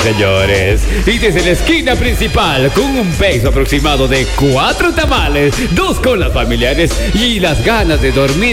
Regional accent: Ecuador

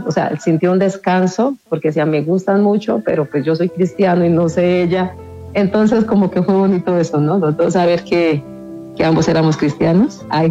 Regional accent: Colombia; now in Mexico; Soy de Colombia, pero vivo actualmente en México. … Vengo de familia de padres pastores y realmente tengo mucha familia cristiana.

